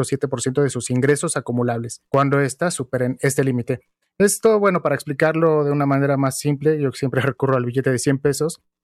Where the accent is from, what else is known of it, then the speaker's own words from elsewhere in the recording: Mexico; cosas que nos deberían importar como mexicanos